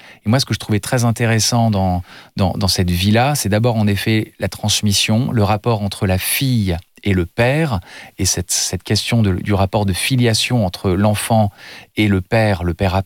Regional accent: Paris, Île-de-France, France; born there; Je suis né à l'Hôtel Dieu et mon grand-père était juste en face.

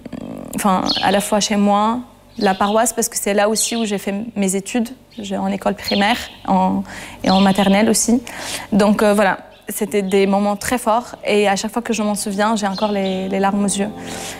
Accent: Mosul, Nineveh, Iraq; moved away; quand je suis arrivée devant chez moi, à Mossoul

